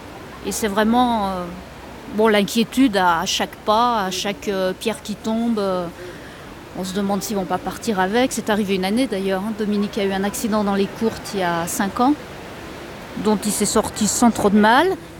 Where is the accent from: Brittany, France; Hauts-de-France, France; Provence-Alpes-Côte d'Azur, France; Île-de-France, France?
Brittany, France; moved away as an adult; moi-même, je suis bretonne d'origine